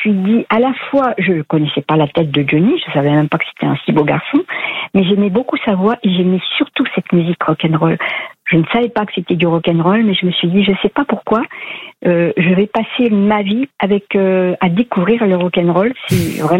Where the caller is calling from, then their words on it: Olivet, Centre-Val de Loire, France; J'habite à Olivier, c'est juste à côté d'Orléans.